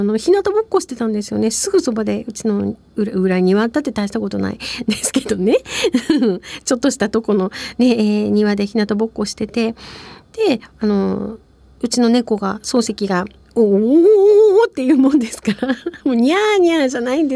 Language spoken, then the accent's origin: Japanese; Furano, Hokkaido, Japan; now in Sapporo, Japan; 私が富良野出身なんです